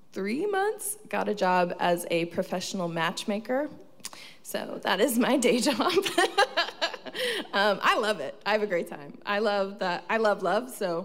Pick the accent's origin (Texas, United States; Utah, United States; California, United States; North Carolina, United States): Utah, United States; Sundance; moved away; Yeah, I grew up in the mountains. I grew up in Sundance, Utah.